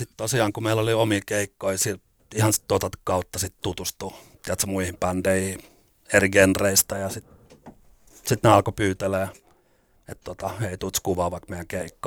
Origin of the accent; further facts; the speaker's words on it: Vantaa, Uusimaa, Finland; mä oon Vantaalta Koivukylästä kotoisin